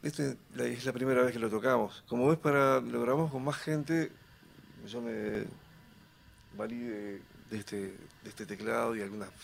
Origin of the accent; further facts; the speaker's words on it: Minas, Lavalleja, Uruguay; now in Montevideo, Uruguay; Cuando yo recién llegué de Minas, ahí en Montevideo